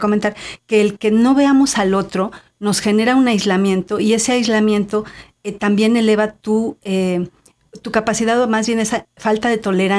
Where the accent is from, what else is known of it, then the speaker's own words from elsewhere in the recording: Mexico; O sea, sí, somos los mexicanos, nos hemos hecho desconfiados.